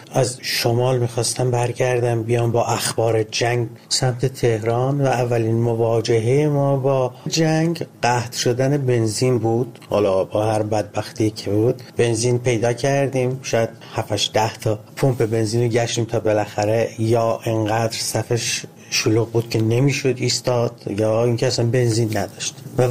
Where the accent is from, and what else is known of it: Ahvaz, Khuzestan, Iran; born or raised there